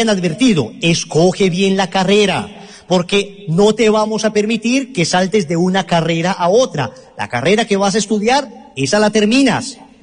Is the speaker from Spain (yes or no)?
no; Colombia; decimos en Colombia, en mi tierra, la repetición de la repetidera.